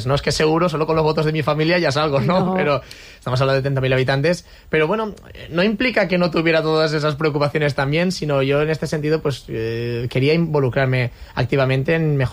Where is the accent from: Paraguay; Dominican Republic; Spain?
Spain; La Pobla; he crecido, donde me he criado y donde he aprendido. Así que yo pensaba con 19 años que podía ir mi pueblo mucho mejor.